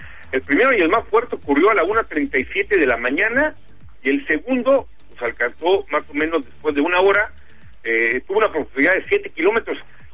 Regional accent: Mexico; a nosotros como mexicanos

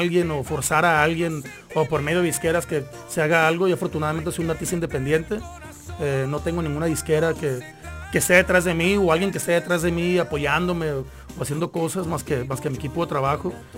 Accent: Culiacán, Sinaloa, Mexico; pues somos de Culiacán los dos.

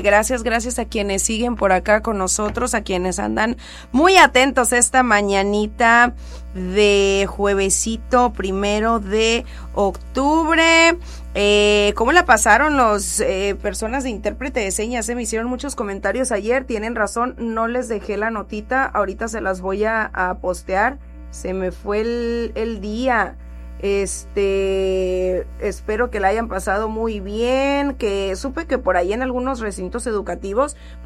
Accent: Mexico; Como buenos mexicanos, luego no solemos sacar.

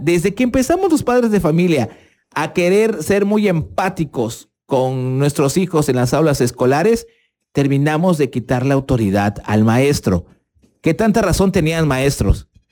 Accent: Mexico

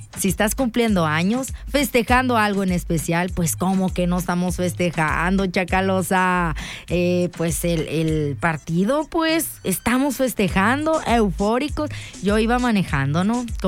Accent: Sonora, Mexico; somos sonorenses

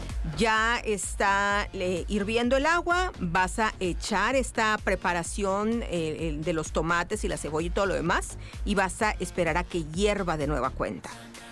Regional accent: Sonora, Mexico; como buena madre sonorense

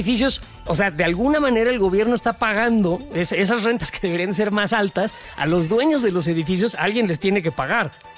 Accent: Mexico; con todo lo que nos quejamos los mexicanos

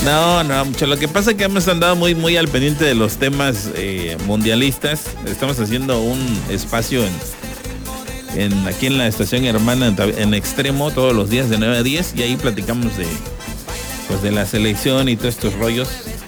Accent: Mexico; soy mexicano

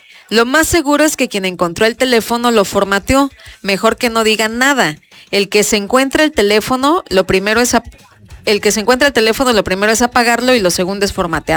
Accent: Tapachula, Chiapas, Mexico; Sí, pero obviamente vivía en Tapachula

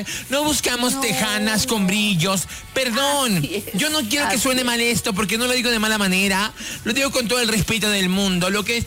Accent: Mexico; lo digo como latinoamericanos, no nada más como mexicanos

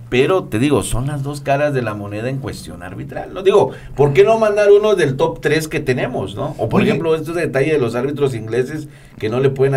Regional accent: Mexico

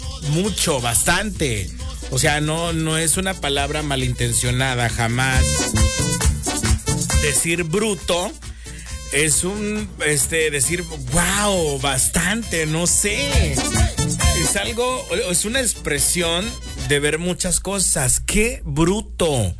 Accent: Pijijiapan, Chiapas, Mexico; now in Mapastepec, Mexico; yo soy de Pijijiapan, pero no sé por qué tengo mucho la palabra burro, ¿no?

